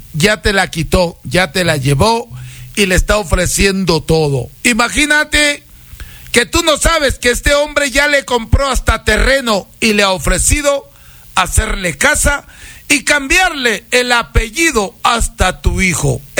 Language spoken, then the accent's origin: Spanish; Peru; soy maestro curador peruano, soy chamán de los de verdad.